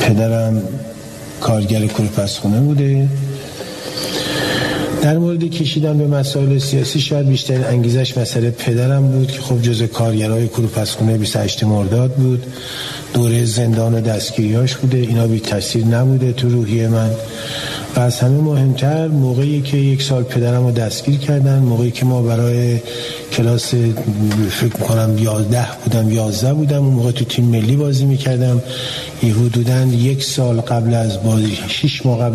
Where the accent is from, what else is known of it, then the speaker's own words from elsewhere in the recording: Tehran, Tehran Province, Iran; born there; moved away as an adult; سال 1324، 13 آذر سال 1324، تو کوچه سرقبرقا تو محله سانپسخونه به دنیا آمدم و تو خونه حاج حسین معمار که مستاجر بودیم. پدرم کارگر کوله‌پسخونه بوده.